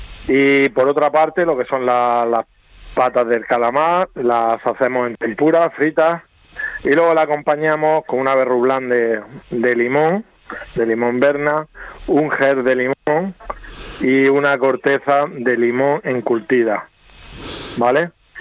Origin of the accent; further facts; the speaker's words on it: Region of Murcia, Spain; Sí, el limón, como buenos murcianos, ya sabes, el limón es un ingrediente que a casi todo el mundo le gusta